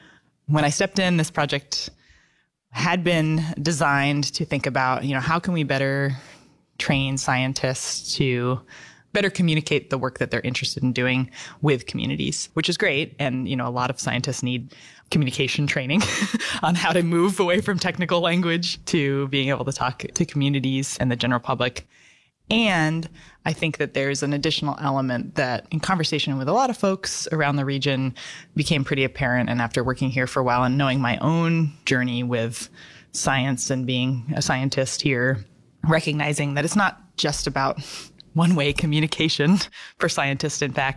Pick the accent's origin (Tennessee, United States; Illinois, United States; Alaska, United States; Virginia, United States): Alaska, United States; Homer; now in Sitka, United States; I was born and raised in Homer, Alaska, in the Northern Gulf. I am currently 36 years old